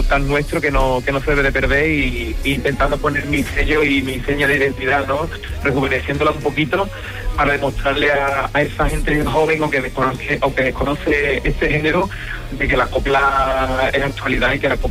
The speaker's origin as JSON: {"language": "Spanish", "region": "Andalusia", "country": "Spain", "said": "por allí, por Sevilla, por Andalucía, por mi tierra"}